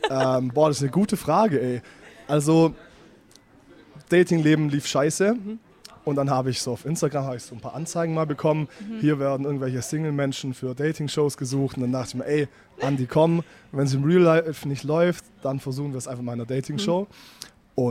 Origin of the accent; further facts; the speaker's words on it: Albstadt, Baden-Württemberg, Germany; moved away as an adult; now in Stuttgart, Germany; Bin ursprünglich aus Albstadt. Kennt ihr das? Das ist so ein Dorf.